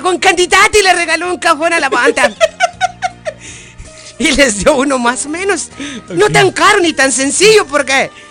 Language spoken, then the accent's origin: Spanish; Chenalhó, Chiapas, Mexico; Hace unos años y unos ayeres allá cerca de mi pueblo del Chenalo.